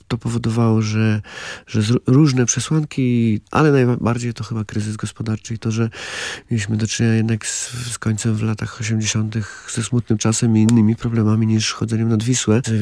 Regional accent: Lesser Poland, Poland; moved away as an adult; also born or lived in Kraków; now in Warsaw, Poland; Ja pochodzę z Małopolski, z Pogórza, z gór i chodziłem do szkoły, do liceum w Krakowie i później na studia w Krakowie

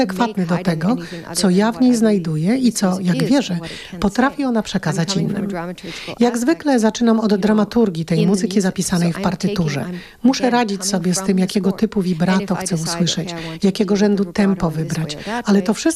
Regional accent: Canada; Polish is a second language; also born or lived in Netherlands; now in France; jestem Kanadyjką, 20 lat żyłam w Holandii, od 10 lat mieszkam we Francji, gdzie nawet nie mogę głosować.

